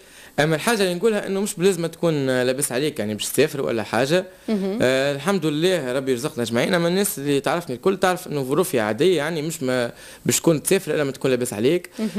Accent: Tunisia; احنا التوانسه معناها انا والجروب نتاعي

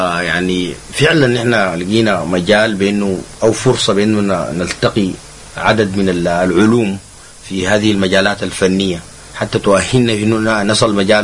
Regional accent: Sudan; عندنا في السودان يسميها النقارة،

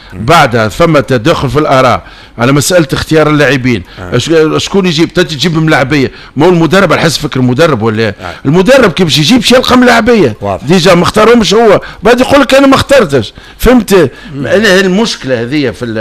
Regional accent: Tunisia; انا تونسي

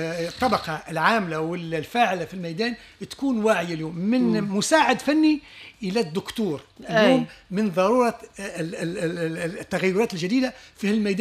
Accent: Tunisia

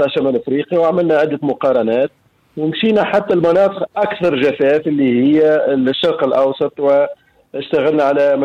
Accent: Tunisia; في بلادنا في الوطن تاعنا

